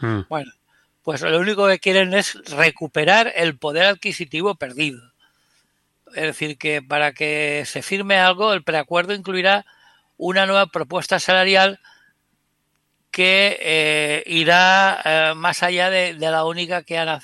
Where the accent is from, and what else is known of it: Spain